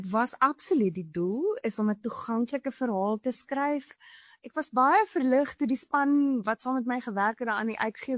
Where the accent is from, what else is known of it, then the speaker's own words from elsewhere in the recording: Bloubergstrand, Western Cape, South Africa; now in Melkbosstrand, South Africa; Dit speel in 2018 af, so dis 'n hedendaagse verhaal in Bloubergstrand wat my Tuisdorp is nou woon in Melkbos, maar ek werk in Blouberg, dis maar my hartsplek.